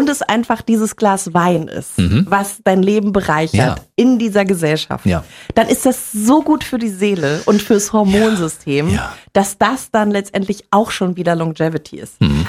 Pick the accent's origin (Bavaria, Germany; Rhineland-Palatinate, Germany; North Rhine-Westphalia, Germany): Bavaria, Germany; Ich komme aus Bayern. Bayern. Deswegen. Was soll ich denn sagen? Das ist die umgekehrte DDR. Wir wollten nie jemanden reinlassen.